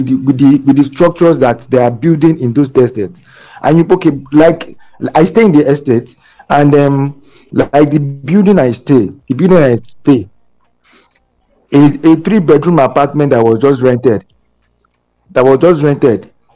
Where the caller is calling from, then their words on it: Lagos, Nigeria; I'm calling from Ogba.